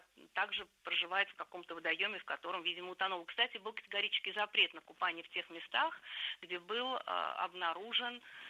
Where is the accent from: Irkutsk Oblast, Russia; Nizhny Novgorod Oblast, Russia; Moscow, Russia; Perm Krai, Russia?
Moscow, Russia; я москвичка